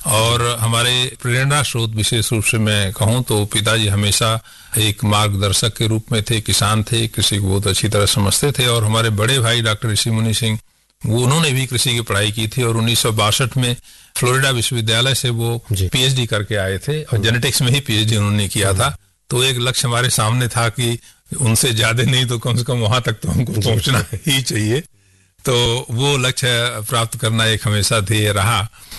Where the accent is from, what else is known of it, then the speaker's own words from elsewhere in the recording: Uttar Pradesh, India; मैं पूरी उत्तर प्रदेश से आता हूं, उन क्षेत्रों में चावल नहीं अगर मिला खाने को तो इसका मतलब आपका भोजन पूरा नहीं हुआ